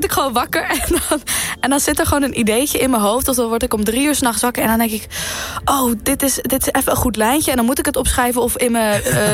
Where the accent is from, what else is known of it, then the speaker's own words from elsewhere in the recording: Maassluis, South Holland, Netherlands; ik kom uit Maassluis. Ik ben 18 jaar, pas geworden.